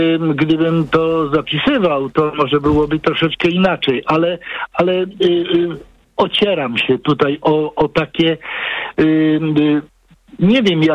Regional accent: Silesian Voivodeship, Poland; now in Częstochowa, Poland; ja jestem Ślązakiem, który studiował w Lublinie

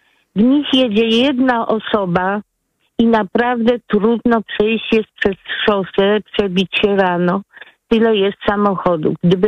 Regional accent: Radom, Masovian Voivodeship, Poland; No ja jestem spod Radomia, niedaleko Radomia.

